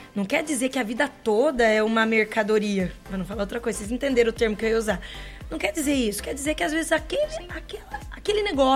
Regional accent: Brazil; Nós somos brasileiros e palmeirenses.

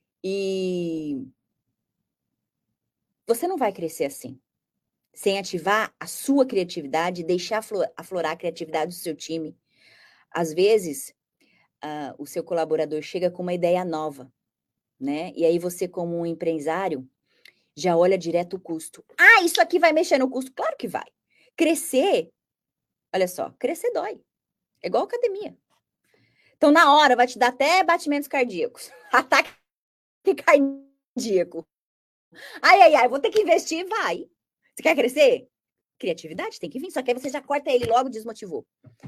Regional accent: Brazil; Eu sou brasileira, eu tenho uma outra cultura.

